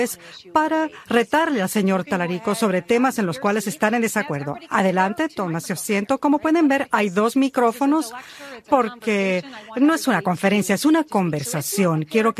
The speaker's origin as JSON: {"language": "Spanish", "town": "Brewston", "region": "Texas", "country": "United States", "also_born_or_lived": "San Antonio", "said": "Vengo de Brewston, Texas. Y también yo vengo de muchas generaciones aquí en Texas, desde la Revolución. Sí, son muy buenos tejanos."}